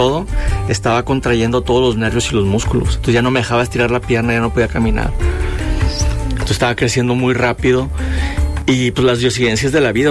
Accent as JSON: {"language": "Spanish", "town": "Monterrey", "region": "Nuevo León", "country": "Mexico", "said": "un regio orgulloso de ser de aquí"}